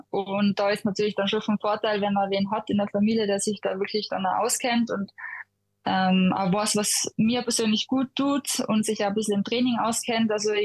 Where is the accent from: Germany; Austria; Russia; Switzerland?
Austria; Innsbruck, Tyrol; also born or lived in Hall in Tirol; Geboren bin ich in Hall in Tirol, leben tue ich eigentlich schon seit ein Jahr alt bin in Innsbruck direkt, also eigentlich fast in der Stadt.